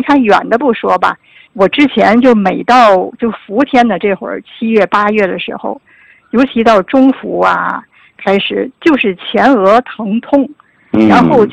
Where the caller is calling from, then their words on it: Tianjin, China; 我是来自天津的学员。今年61岁了。